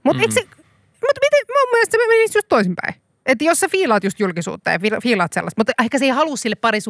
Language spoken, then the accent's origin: Finnish; North Savo, Finland; moved away; tuolla meillä Kuopionmaalla